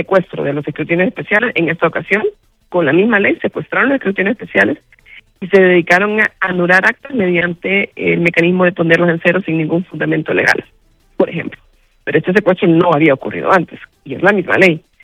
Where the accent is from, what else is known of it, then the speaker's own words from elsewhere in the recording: Honduras; nosotros como hondureños hemos vivido la experiencia de tener representaciones de partidos.